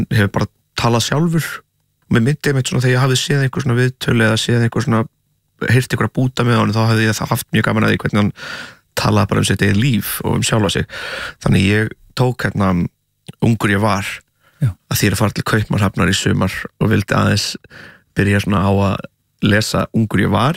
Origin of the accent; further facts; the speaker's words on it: Portugal; Ég, eins og ég hef sagt svona 300 sinnum og fólk örgulega þreytt á hér að það náttúrulega ólst upp í Portugal.